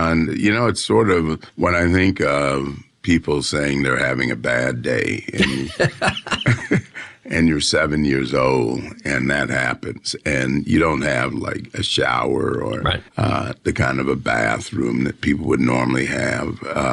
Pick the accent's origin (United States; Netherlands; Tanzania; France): United States; Pinpoint, Georgia; born there; Well, I was born in Pinpoint, but I had most of my growing up